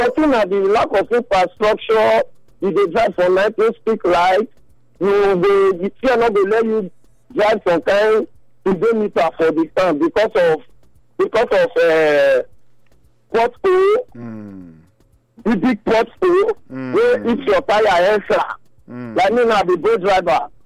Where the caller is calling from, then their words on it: Benin City, Edo, Nigeria; I did Uselu Market.